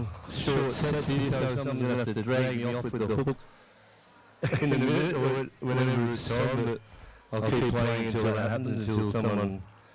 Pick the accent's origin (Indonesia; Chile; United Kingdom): United Kingdom; Wales; born there; And being Welsh, you know, being a Celt, I do have a little bit of Celtic, well, not a little bit, I was born in Wales, so I've got a lot of Celtic blood flowing through the veins. And my dear old Welsh mother